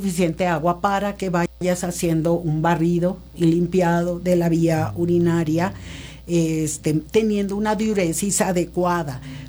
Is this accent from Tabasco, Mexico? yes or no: yes; Tabasco, Mexico; Lo que pasa es que allá en mi pueblo dirían, en Tabasco, que hace tanto calor, todo lo que esté frío vale, vale más.